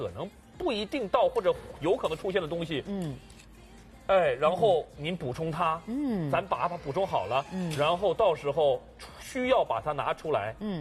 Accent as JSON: {"language": "Chinese", "country": "China", "said": "我们中国人也有这样的呀。"}